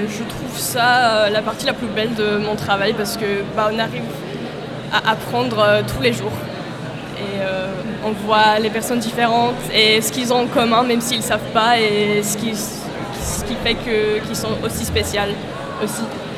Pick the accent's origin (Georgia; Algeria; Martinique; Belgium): Georgia; moved away as an adult; now in Rennes, France; Oui, je viens de Géorgie et c'est ma troisième année sur Rennes.